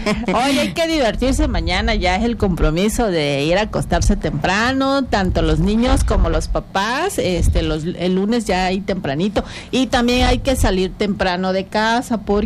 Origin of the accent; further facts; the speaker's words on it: Tabasco, Mexico; nuestras raíces, nuestras tradiciones y las costumbres que tenemos los tabasqueños.